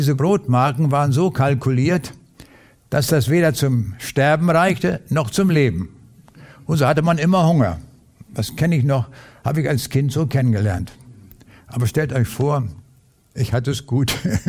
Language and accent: German; Lüchow, Lower Saxony, Germany; born there; Nach dem Krieg haben wir auf dem Lande gelebt, in Niedersachsen, in der äußersten Ecke von Niedersachsen. Und ich bin dort in Lüchow zur Schule gegangen.